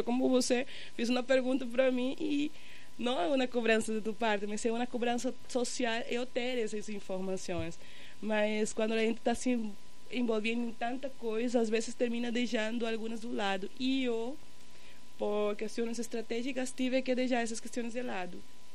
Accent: Venezuela; now in Brazil; eu sou da Venezuela

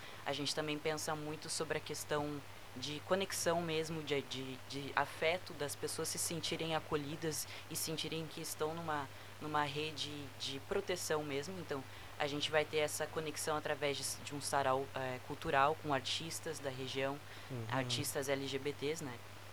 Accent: Taquara, Rio Grande do Sul, Brazil; moved away as an adult; now in Pelotas, Brazil; eu tenho 23 anos. Não sou natural daqui de Pelotas. Sou natural de Taquara, na verdade. Mudei recentemente para Pelotas, em decorrência de eu ter passado na UFPEL.

